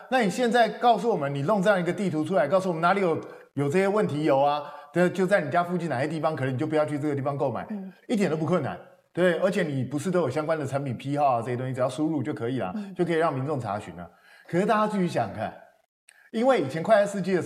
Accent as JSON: {"language": "Chinese", "country": "Taiwan", "said": "我们台湾人"}